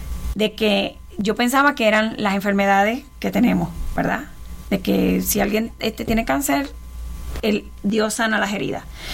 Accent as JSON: {"language": "Spanish", "country": "Puerto Rico", "said": "Soy de Puerto Rico."}